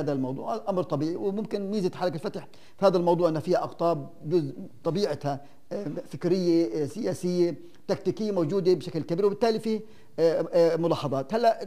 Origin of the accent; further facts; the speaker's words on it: Palestine; طعن لنا كفلسطينيين،